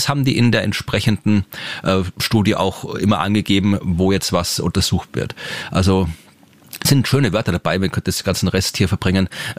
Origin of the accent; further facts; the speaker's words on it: Austria; ich rede auch keinen reinen österreichischen Dialekt, aber ich bin halt halber Deutscher, da ist das wieder ein anderer Grund bei mir.